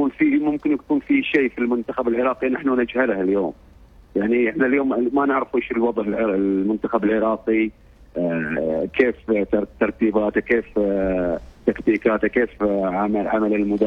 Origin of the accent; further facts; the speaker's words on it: Saudi Arabia; أنا كسعودي